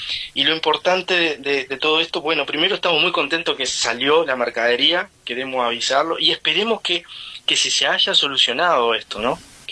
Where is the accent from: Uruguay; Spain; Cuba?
Uruguay; de mi punto de vista, como uruguayo